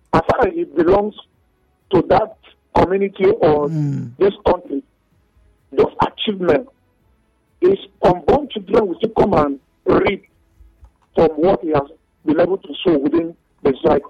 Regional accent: Cross River, Nigeria; when we've grown up as little boys, we could see people where I come from Cross Rapids.

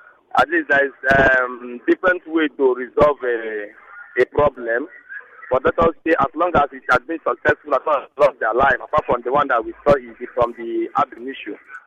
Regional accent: Okuta, Kwara, Nigeria; I'm 30 from Okuta.

